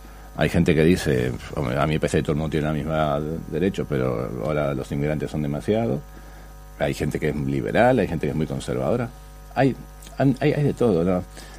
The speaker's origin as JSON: {"language": "Spanish", "country": "Argentina", "said": "porque claro, somos argentinos, a veces me hablan, ¿no?"}